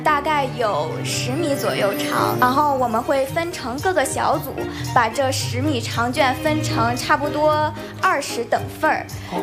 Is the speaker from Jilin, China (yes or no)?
no; Miyun, Beijing, China; 这就是我的家乡生态宜居之都密云。